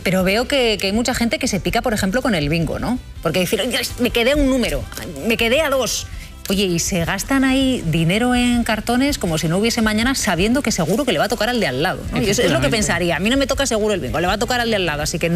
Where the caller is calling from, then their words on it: Santurtzi, Basque Country, Spain; mi pueblo, en Santurce